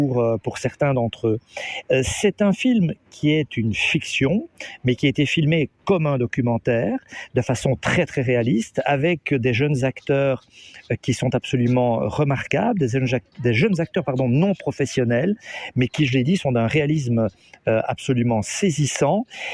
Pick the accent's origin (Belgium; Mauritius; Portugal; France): Belgium; chez nous, en Belgique